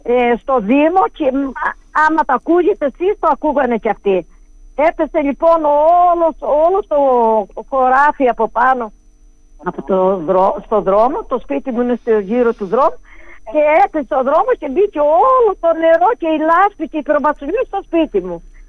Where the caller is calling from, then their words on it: Greece; Είμαι από το Ρουκάν